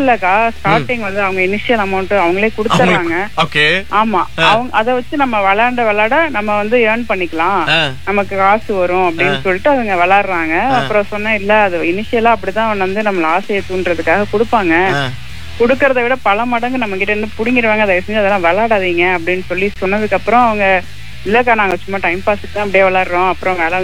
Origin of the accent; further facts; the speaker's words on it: Tamil Nadu, India; moved away; என்னோட சொந்த ஊர் வந்து நாமக்கல் பக்கம் ஒரு கிராமம் தான்.